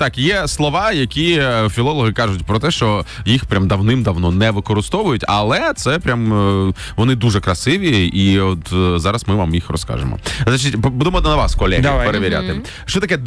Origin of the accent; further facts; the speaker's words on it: Kherson, Kherson Oblast, Ukraine; У нас в Херсоні